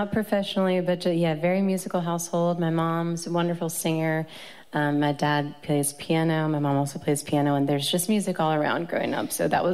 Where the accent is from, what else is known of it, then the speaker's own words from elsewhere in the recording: Ashland, Virginia, United States; where I grew up in Ashland, Virginia